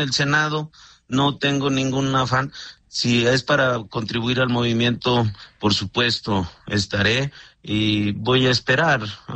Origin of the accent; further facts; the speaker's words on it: Fresnillo, Zacatecas, Mexico; Entonces yo vine aquí a mi tierra, a Fresnillo